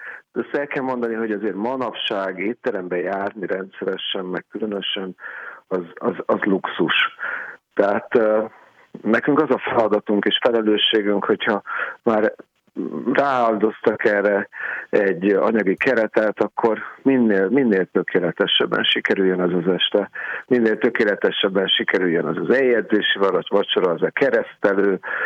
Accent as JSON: {"language": "Hungarian", "region": "Budapest", "country": "Hungary", "tie": "born or raised there", "said": "a Murizsmond körtér mellett nőttem fel, és ott a Gellért szállodában nagyon sok izgalmas autót láttam"}